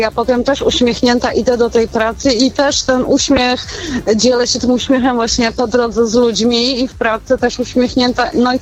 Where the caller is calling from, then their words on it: Tłuszcz, Masovian Voivodeship, Poland; No ja mieszkam dokładnie w Tłuszczu.